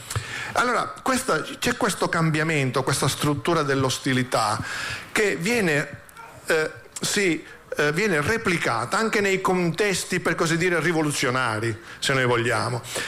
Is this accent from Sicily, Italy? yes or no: yes; Sicily, Italy; io vengo dalla Sicilia, da una famiglia contadina